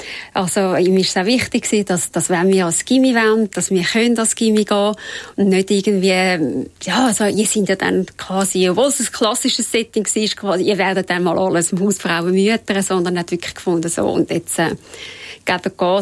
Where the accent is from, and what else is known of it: Räterschen, Zurich, Switzerland; born or raised there